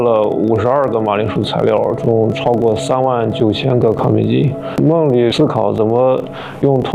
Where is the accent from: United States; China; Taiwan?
China; also born or lived in Netherlands; 我们中国人